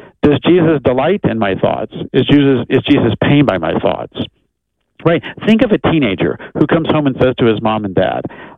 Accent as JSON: {"language": "English", "town": "Phoenix", "region": "Arizona", "country": "United States", "said": "I'm from Phoenix, Arizona."}